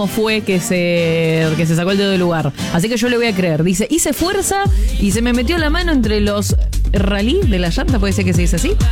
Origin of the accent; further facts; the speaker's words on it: Recreo, Catamarca, Argentina; Soy de Recreo, provincia de Catamarca.